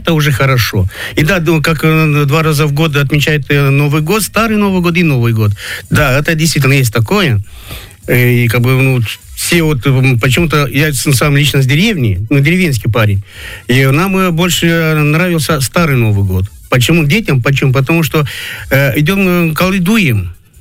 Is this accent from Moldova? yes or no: yes; Moldova; moved away as an adult; now in Krasnodar Krai, Russia; Вот я сам с Молдавии, думаю, как бы 24 года мне был, когда я приехал здесь, на Кубань.